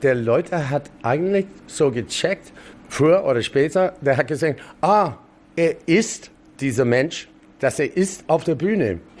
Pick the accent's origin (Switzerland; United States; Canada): Canada; German is a second language; now in Germany; ich als Kanadier, scheißegal, ich bin hier so lang